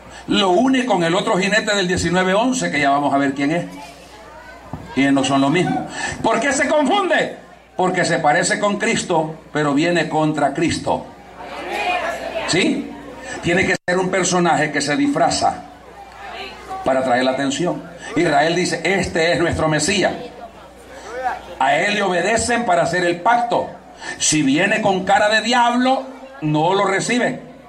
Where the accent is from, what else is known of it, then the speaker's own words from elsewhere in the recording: El Salvador; allá sale que … que soy del Salvador.